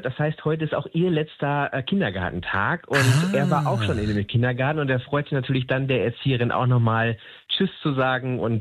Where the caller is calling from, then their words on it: Haltern am See, North Rhine-Westphalia, Germany; Ja, wir kommen aus Haltern